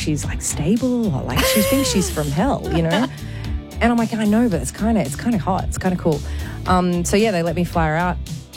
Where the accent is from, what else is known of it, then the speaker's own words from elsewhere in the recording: Australia; because I'm Australian, so I'm, like, this self-deprecating little lamb